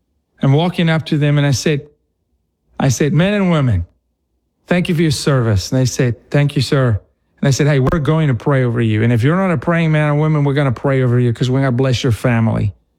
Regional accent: Omaha, Nebraska, United States; also born or lived in Paducah, Kentucky; Let me tell you when I was raised in Nebraska and Omaha or in Paducah, Kentucky.

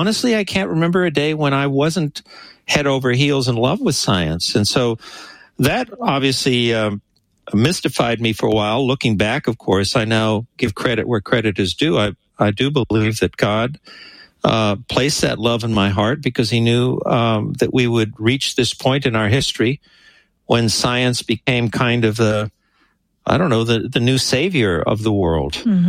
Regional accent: Los Angeles, California, United States; when I was this, 7-year-old kid growing up in East

